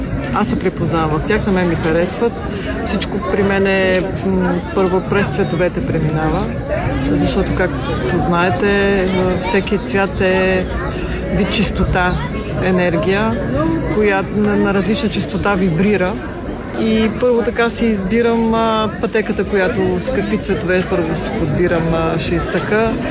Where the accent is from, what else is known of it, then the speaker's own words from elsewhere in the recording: Sofia, Sofia City, Bulgaria; родом съм от София